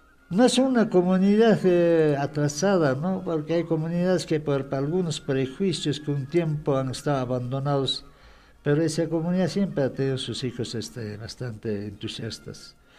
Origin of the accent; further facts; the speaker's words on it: Acomayo, Peru; moved away; mi tierra, como es una provincia un tanto tranquila